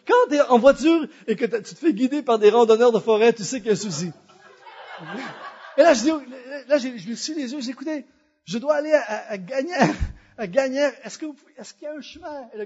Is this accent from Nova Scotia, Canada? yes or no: no; Quebec, Canada; accent: Québécois; je sors mon accent québécois.